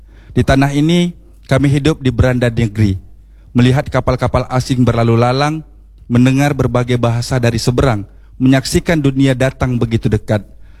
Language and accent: Indonesian; Riau Islands, Indonesia; Saya lahir dan tumbuh di Kepulauan Riau. Di sini kami akrab dengan laut daripada jalan raya.